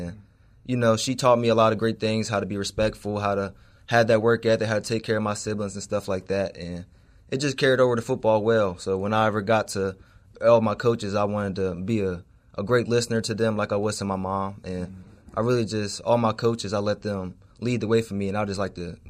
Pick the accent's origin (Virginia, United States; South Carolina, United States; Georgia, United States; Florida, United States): Virginia, United States; Richmond; Well, I'm from Richmond, Virginia. I went to school at Manchester High School, and I grew up in a single household